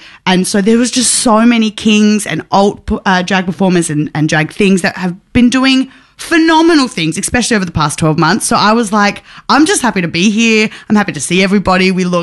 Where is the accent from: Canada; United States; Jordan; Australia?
Australia; Adelaide, South Australia; moved away; I'm from Adelaide originally